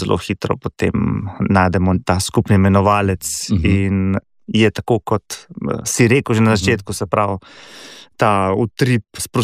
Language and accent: Slovenian; Škofja Loka, Upper Carniola, Slovenia; Bobne je deleč od tega, ker dejansko pač prihajam iz Škofje Loke